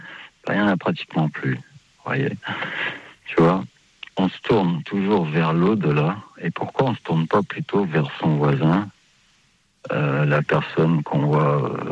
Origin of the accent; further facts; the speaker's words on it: Lille, Hauts-de-France, France; Je viens de Lille.